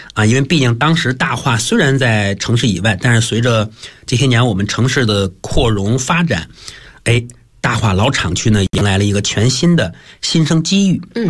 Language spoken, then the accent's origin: Chinese; Cangzhou, Hebei, China